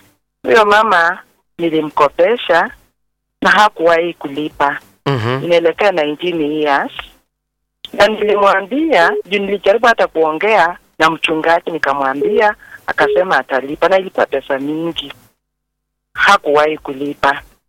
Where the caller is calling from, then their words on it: Nairobi, Kenya; kwa Kayole Junction.